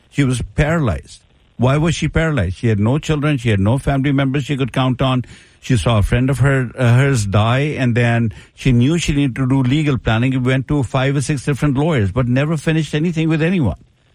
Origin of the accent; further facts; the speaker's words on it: India; now in United States; I'm from India. My wife is from Spokane.